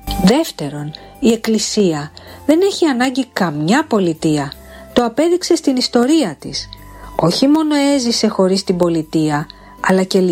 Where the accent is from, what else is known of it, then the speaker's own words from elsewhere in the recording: Prokopi, Central Greece, Greece; τον Άγιο Ιωάννη το Ρώσο, την πατρίδα μου